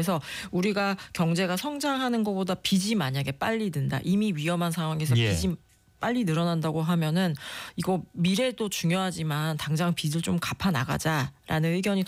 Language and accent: Korean; South Korea; 저도 한국에서 나고 자랐으니까요.